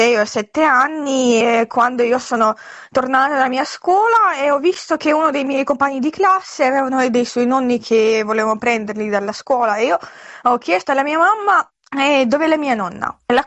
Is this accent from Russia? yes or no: yes; Russia; now in Latvia; la mia propria esperienza è stata che quando io mi sono trasferita dalla Russia a Lettonia, in quel momento in 2022, io certo che parlavo con i miei amici della guerra